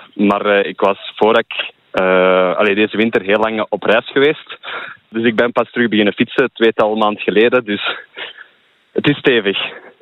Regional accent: Herenthout, Flanders, Belgium; Ik kom zelf van Herentouw, dus niet ver van Herentals.

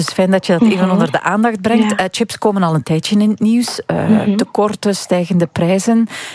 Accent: Belgium

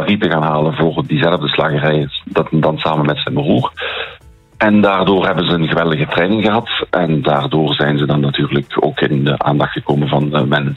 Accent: Voeren, Flanders, Belgium; dat ze dat bij ons in Voeren kunnen komen spelen.

